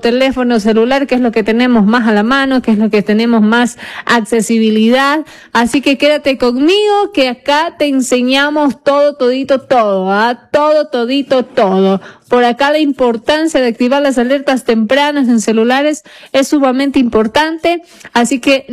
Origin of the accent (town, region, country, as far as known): Ecuador